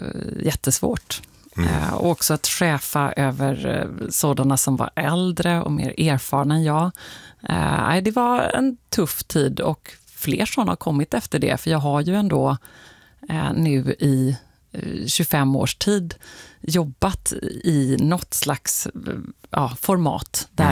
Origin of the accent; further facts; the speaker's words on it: Gothenburg, Västra Götaland County, Sweden; moved away; Och jag är nog lite göteborgare fortfarande, trots att det är länge sedan jag bodde där.